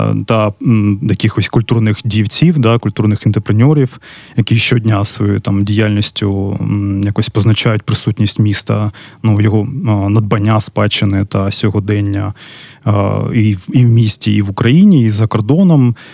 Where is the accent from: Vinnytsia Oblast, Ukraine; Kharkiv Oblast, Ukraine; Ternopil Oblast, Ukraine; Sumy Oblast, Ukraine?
Kharkiv Oblast, Ukraine; Kharkiv; Тому я харків'янин, більша частина команди теж з Харкова, всі ми дуже любимо своє місто